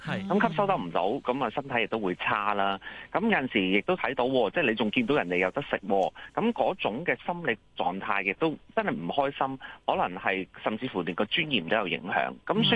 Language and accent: Cantonese; China; 其實我哋中國人咧，即係正所謂民以食為天啦